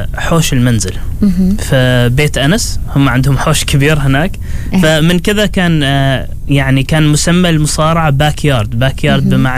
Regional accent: Oman; هنا عندنا في عمان

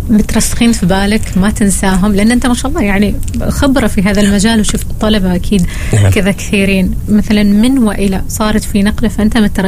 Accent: Oman; طيب في إقبال نحن عندنا في عمان على رياضة التايكوندو

